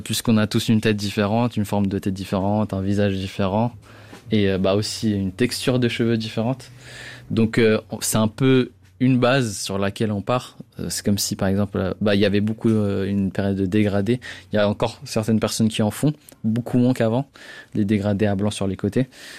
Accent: Geneva, Switzerland; j'ai 23 ans, je suis de Genève

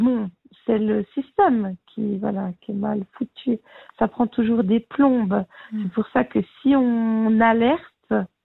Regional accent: Normandy, France; je suis normande.

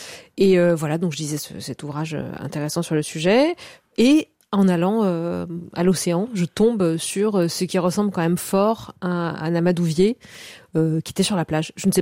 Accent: Corsica, France; Puisque moi je suis donc originaire de Corse et de moyenne montagne, de Castagniccia.

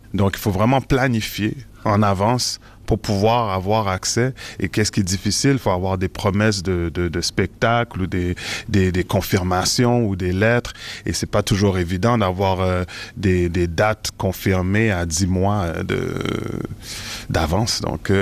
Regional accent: Montreal, Quebec, Canada; born there; je suis né à Montréal, de parents d'origine haïtienne.

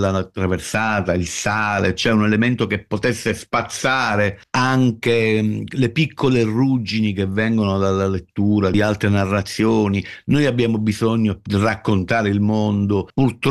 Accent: Sicily, Italy; ma io da siciliano ho dovuto raccontare una città della mafia perché se no mi sarei sentito un disertore rispetto alle necessità della mia terra.

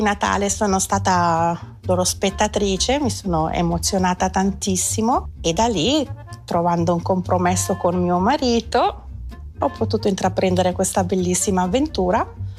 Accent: Faido, Ticino, Switzerland

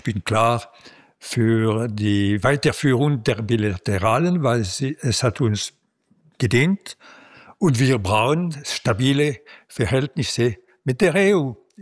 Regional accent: Switzerland; Als Schweizer bin ich für die Verfassung.

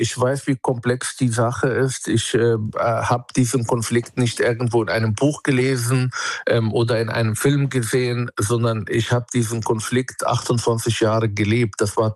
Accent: Palestine; Und ich möchte als Palästinenser die andere Seite betrachten und sagen, ich sehe eure Angst, ich sehe euer Trauma

